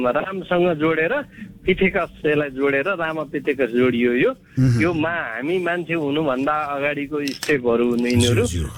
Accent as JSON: {"language": "Nepali", "area": "Palpa District", "region": "Lumbini Province", "country": "Nepal", "tie": "born or raised there", "said": "मेरो घर पाल्पा जिल्लाको तिनाउ गाउँपालिका वडा नम्बर 2 दोवान भन्ने ठाउँमा पर्छ. म जन्मे हुर्केको ठाउँ यही हो, पढे लेखेको ठाउँ यही हो. मेरो घर तिनाउ पाल्पामा पर्छ."}